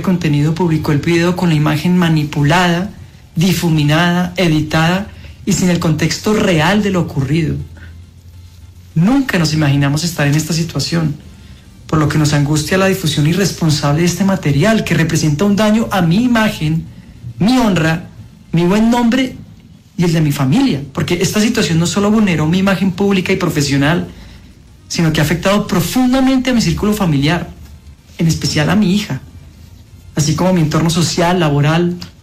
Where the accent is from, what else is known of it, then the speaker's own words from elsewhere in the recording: Colombia; soy actor colombiano.